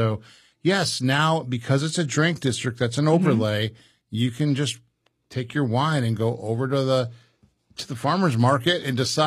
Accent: Midwest, United States; See, I grew up in the Midwest. That is a Midwestern name.

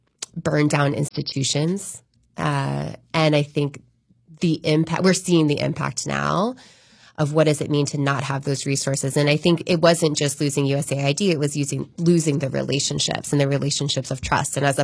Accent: Raleigh, North Carolina, United States; So my parents were divorced when I was five, and my mom lived in North Raleigh, and my dad lived in South Raleigh and Southeast Raleigh when I was really little.

